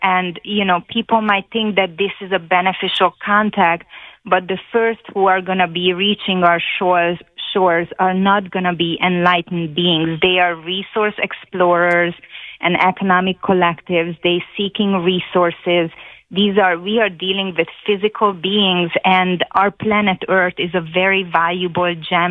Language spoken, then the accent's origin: English; Hungary; I was born and raised in Hungary. And when I came on a vacation here in 1999